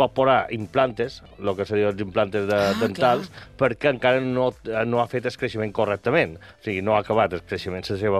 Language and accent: Catalan; Inca, Balearic Islands, Spain; born there; Jo soc nascut a Inca i sempre n'hi ha hagut.